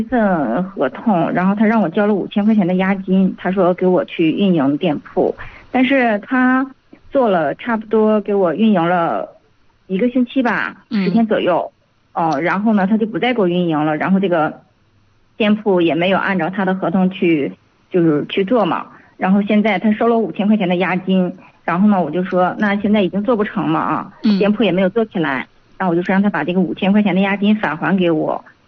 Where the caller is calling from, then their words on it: Yuncheng, Shanxi, China; 运城的。